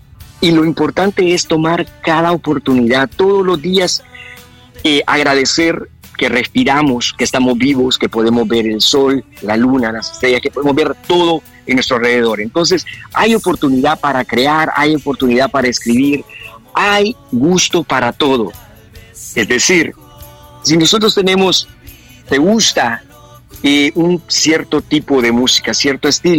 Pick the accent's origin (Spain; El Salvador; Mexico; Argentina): El Salvador; moved away; por sentirme orgulloso de ser salvadoreño y estar representando a El Salvador fuera de las fronteras de El Salvador